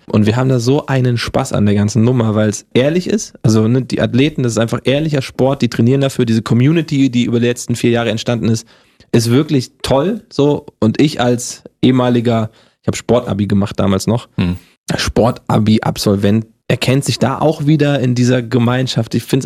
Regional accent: Hesse, Germany; accent: Hessian; Das Hessisch abtrainieren, komme ich aus Hessen, da hatte ich so diesen diesen Dialekt gleich drauf, der wurde mir abtrainiert, war auch gut so, aber ohne, dass ich jetzt meine hessischen Wurzel verliere.

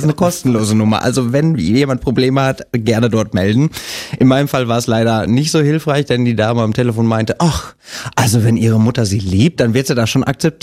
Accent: Bavaria, Germany; born there; also born or lived in Miltenberg, Bavaria; Also wir sind dann irgendwann, als ich in die vierte Klasse kam, glaube ich, Richtung Aschaffenburg gezogen. Mhm. Und auch da haben wir im kleinen Dorf gewohnt. Also das waren nie mehr als 500 Menschen, mit denen ich irgendwie in einem Dorf gewohnt habe. Also alles sehr, sehr dörflich und klein.

